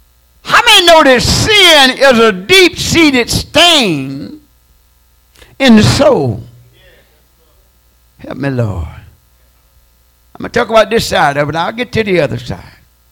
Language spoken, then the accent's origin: English; Georgia, United States; I come from Georgia where they had the red clay.